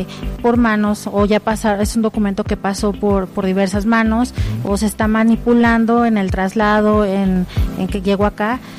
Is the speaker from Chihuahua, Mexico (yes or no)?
no; Guanajuato, Mexico; soy orgullosamente guanajuatense